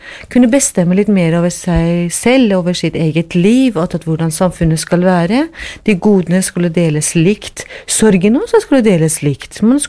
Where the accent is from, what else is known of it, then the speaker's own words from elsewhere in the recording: Iran; Norwegian is a second language; now in Norway; og det gjør slik at jeg ikke kan reise til mitt hjemland. Men jeg er muslim, men jeg er gift med katolikk, og etter ekteskapsloven i Iran